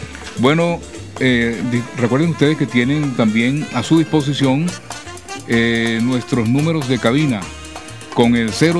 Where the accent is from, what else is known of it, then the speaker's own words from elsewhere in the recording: Miranda, Venezuela; Somos de Barlovento, ¿viste?